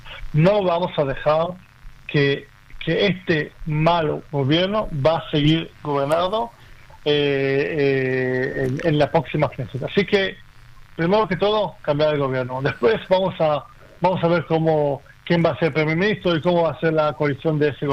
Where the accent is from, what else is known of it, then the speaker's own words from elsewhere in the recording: Argentina; born there; Como yo soy latino, nací en Argentina y tengo mucho cariño a Argentina